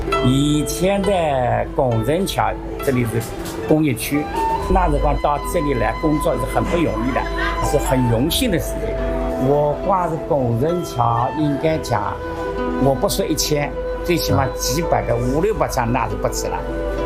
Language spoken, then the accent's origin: Chinese; Hangzhou, Zhejiang, China; 因为我呢是从小在运河边长大的